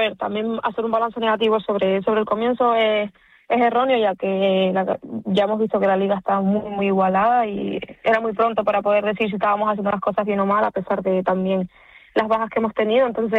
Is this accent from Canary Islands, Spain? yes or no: yes; Canary Islands, Spain